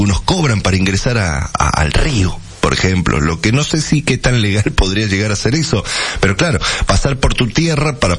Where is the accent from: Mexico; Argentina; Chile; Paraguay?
Argentina; nos afecta y nos involucra a nosotros como argentinos.